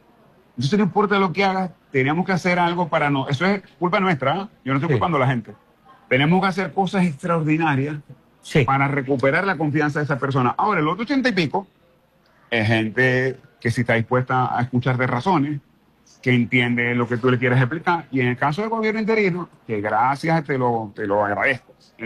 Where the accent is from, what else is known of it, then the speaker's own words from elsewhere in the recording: Maracaibo, Zulia, Venezuela; moved away as an adult; now in Houston, United States; yo soy un tipo que mide 1,93, que soy maracucho, que hablo duro